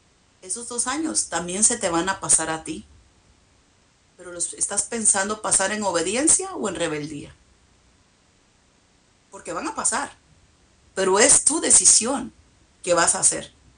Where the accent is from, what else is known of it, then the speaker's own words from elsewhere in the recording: Anaheim, California, United States; born there; now in Fresno, United States; yo crecí en Anaheim unos años, Anaheim, California. Pero aquí en Fresno llevo 21 años de mi vida viviendo en esta parte de California. 21 años.